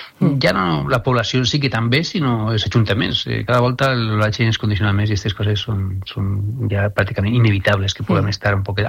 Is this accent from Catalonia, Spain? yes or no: no; Alcoy, Valencian Community, Spain; jo parlant amb les familiars que tinc, jo soc d'Alcoi, parlant amb els amics familiars d'Alcoi